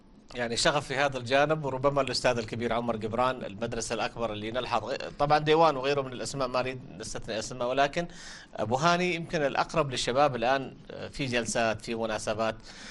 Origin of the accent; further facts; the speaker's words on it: Dhofar, Oman; accent: Shehri/Jibbali; نستخدمها احنا في اللهجة الشحرية والجبالية